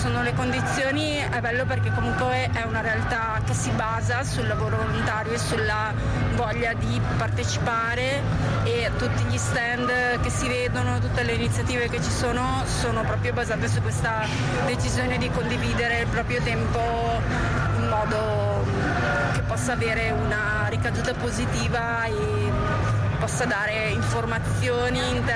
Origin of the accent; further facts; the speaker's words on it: Valeggio, Veneto, Italy; ho 40 anni e sono di Valeggio, provincia di Verona.